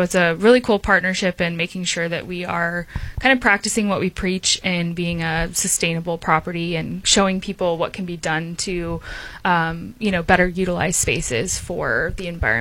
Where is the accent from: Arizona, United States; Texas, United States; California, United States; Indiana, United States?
Texas, United States; San Antonio; moved away as an adult; now in New Smyrna Beach, United States; I am from San Antonio, Texas originally, and I made my way to Florida in 2013 to take on my undergrad career at Rollins College.